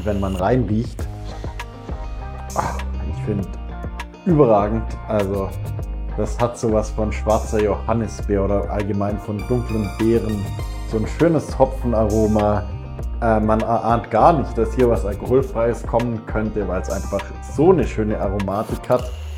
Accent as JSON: {"language": "German", "town": "Leutkirch", "region": "Baden-Württemberg", "country": "Germany", "tie": "born or raised there", "said": "Und zwar aus meiner Heimat, aus Leutkirch, von der Brauerei Herle."}